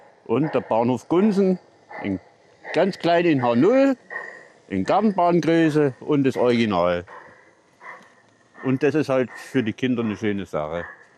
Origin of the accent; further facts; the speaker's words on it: Adorf, Saxony, Germany; ich komme aus Adorf